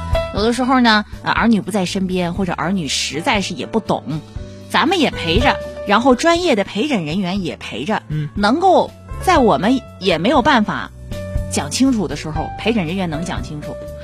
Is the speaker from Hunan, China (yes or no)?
yes; Hunan, China; 对于我们湖南人来说啊，芒果台芒果就是非常亲切又非常靠谱的存在，